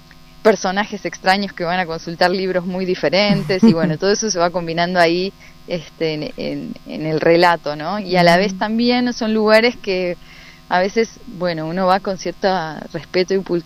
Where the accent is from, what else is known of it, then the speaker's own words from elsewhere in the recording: Trevelin, Chubut, Argentina; le pregunté a la bibliotecaria de acá, de la biblioteca popular de mi pueblo, de Trevelin